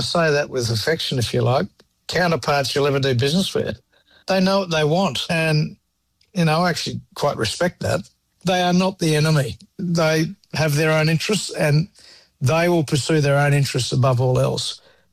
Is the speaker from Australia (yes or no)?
yes; Queensland, Australia; I'm a producer from Queensland, Australia.